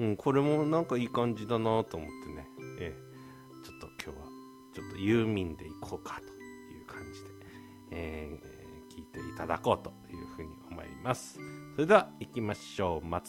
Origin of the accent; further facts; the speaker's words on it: Tohoku, Japan; 東北としては、東北人としては